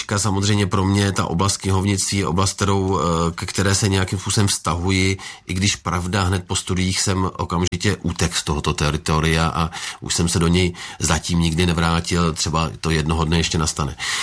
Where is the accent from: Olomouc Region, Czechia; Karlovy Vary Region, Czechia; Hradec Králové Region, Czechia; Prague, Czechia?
Prague, Czechia; Já jsem se narodil v Praze, jsem Pražák skutečně rodilý se vším všudy